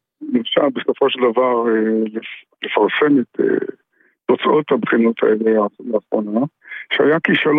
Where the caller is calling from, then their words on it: Herzliya, Tel Aviv District, Israel; אני מהרצליה.